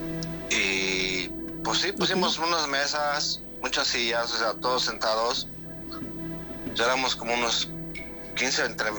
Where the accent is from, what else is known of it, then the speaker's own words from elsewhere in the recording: Guanajuato, Mexico; Sí, tengo 43 años de edad, soy de Guanajuato, un pueblo chico.